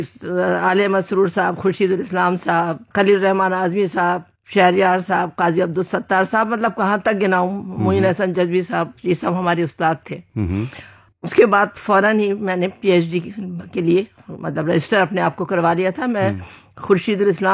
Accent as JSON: {"language": "Urdu", "town": "Jaipur", "region": "Rajasthan", "country": "India", "tie": "born or raised there", "said": "میری پیدائش اور پرورش اور ابتدائی تعلیم سب راجستھان کے گلابی شہر راجدھانی جے پور میں ہوئی۔"}